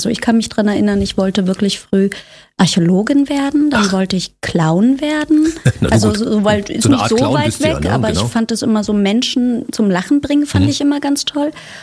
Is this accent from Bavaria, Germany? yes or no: no; Potsdam, Brandenburg, Germany; also born or lived in Zehdenick; now in Berlin, Germany; Von hier Zedenick geboren, Potsdam aufgewachsen und dann in den Osten von Berlin gezogen, immer noch Ossi, ja.